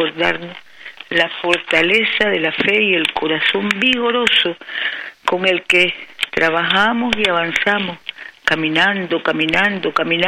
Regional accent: Nicaragua; Somos puros pinoleros, nicaragüenses por gracia de Dios, nicaragüenses por gracia de Dios.

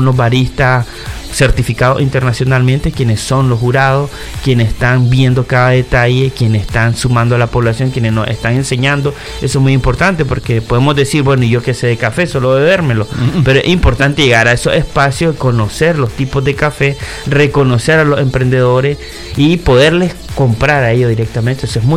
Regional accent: Nicaragua

